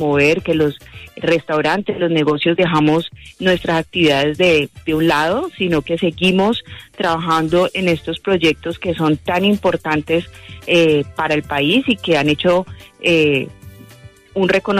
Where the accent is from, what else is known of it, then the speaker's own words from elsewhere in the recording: Cali, Valle del Cauca, Colombia; tenemos que seguirnos moviendo como caleños, como vallecaucanos y como colombianos para esto salga nuevamente adelante